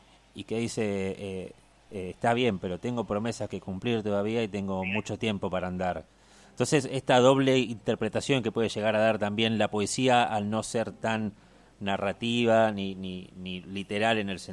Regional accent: Argentina; yo soy de Argentina.

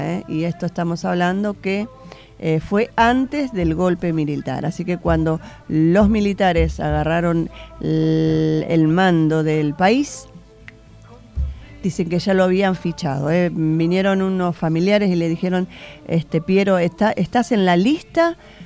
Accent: Argentina; Nuestros argentinos exiliados.

